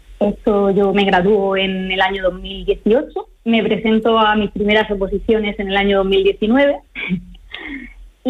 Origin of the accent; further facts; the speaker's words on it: Campos del Río, Region of Murcia, Spain; Nosotros somos de Campos del Río, un pequeño pueblo de la región de Murcia, con mucho encanto.